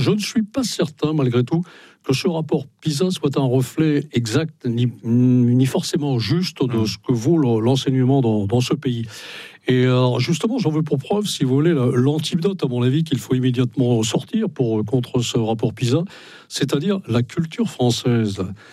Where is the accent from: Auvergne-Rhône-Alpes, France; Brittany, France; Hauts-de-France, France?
Brittany, France